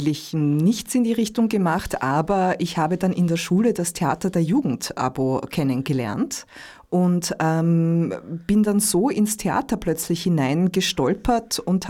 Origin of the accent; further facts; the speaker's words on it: Vienna, Austria; Im 22. Bezirk in Wien.